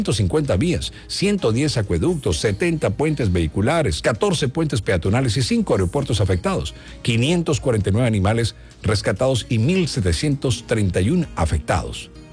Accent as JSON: {"language": "Spanish", "country": "Colombia", "said": "Los colombianos somos gente buena. Somos gente chévere."}